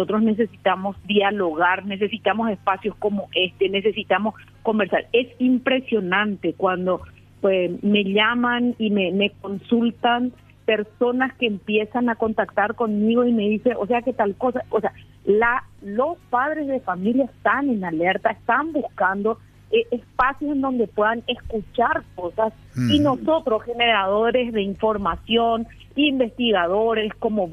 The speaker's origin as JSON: {"language": "Spanish", "country": "Paraguay", "said": "nosotros tenemos que entender como paraguayos"}